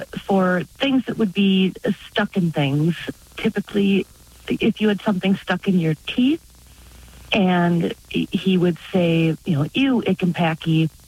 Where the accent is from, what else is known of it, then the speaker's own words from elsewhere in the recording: Neenah, Wisconsin, United States; I'm from Neenah, Wisconsin.